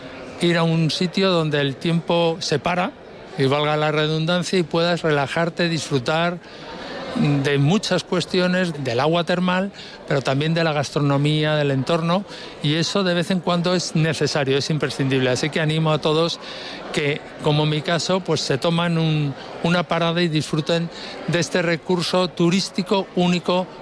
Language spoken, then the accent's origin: Spanish; Madrid, Community of Madrid, Spain; soy de Madrid, vivo en Madrid